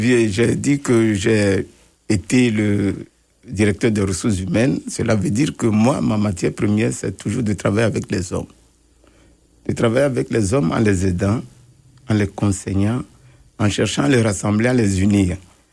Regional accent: Togo; now in Winnipeg, Canada; en tant que Togolais.

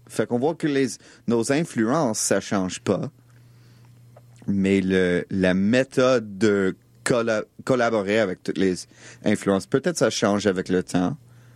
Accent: Montreal, Quebec, Canada; Parce que moi, j'ai grandi ici à Montréal.

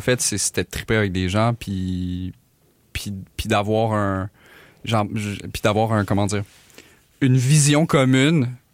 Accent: Quebec City, Quebec, Canada; now in Montreal, Canada; Je viens de Québec

